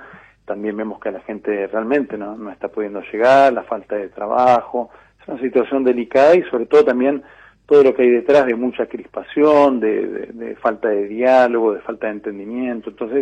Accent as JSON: {"language": "Spanish", "country": "Argentina"}